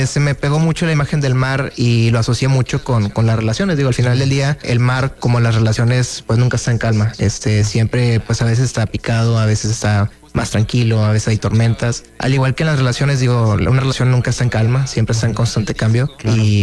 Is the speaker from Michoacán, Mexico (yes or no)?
no; Guadalupe, Nuevo León, Mexico; Soy de Guadalupe. Guadalupe. Del municipio de Guadalupe. Muy criado, bien. Nacido ahí.